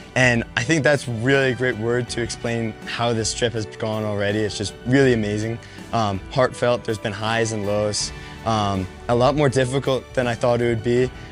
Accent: New York, United States; I'm from New York.

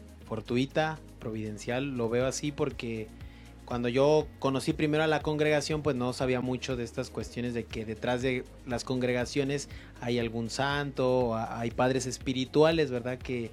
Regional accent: Morelia, Michoacán, Mexico; now in Guadalajara, Mexico; misionero del Espíritu Santo, originario de Morelia, Michoacán.

